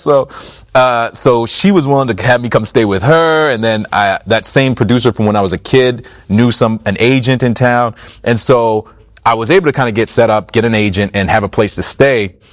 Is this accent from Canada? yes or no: yes; Halifax, Nova Scotia, Canada; born or raised there